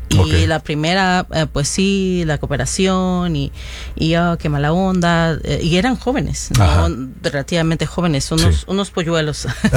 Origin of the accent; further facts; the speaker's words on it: Mexico; moved away; yo soy de México, mi mamá es de Michoacán